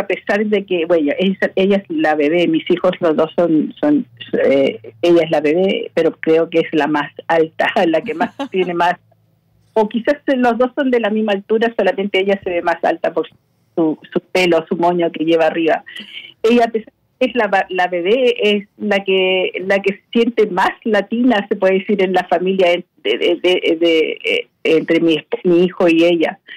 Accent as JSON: {"language": "Spanish", "country": "Chile", "lives_now": "Australia", "said": "Yo puedo decir que soy chilena y todo eso, pero verdaderamente soy más australiana que chilena. Chilena es otra parte de mí, digamos, bien interna, se puede decir, bien interno, pero vivimos acá, somos más australianos, así que chilenos australianos."}